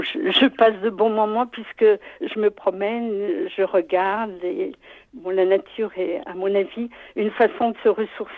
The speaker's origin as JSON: {"language": "French", "town": "Versailles", "region": "Île-de-France", "country": "France", "tie": "born or raised there", "said": "je raconte toute mon enfance à Versailles"}